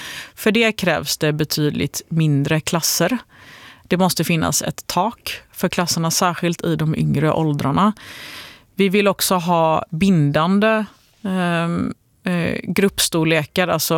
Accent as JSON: {"language": "Swedish", "town": "Gothenburg", "region": "Västra Götaland County", "country": "Sweden", "said": "Härligt att höra lite göteborgska. Det är jag väldigt glad över som gammal göteborgare."}